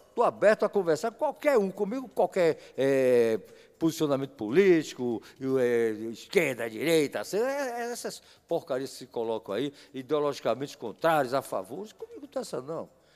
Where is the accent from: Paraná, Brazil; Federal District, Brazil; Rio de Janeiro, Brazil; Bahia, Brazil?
Bahia, Brazil; Eu, como baiano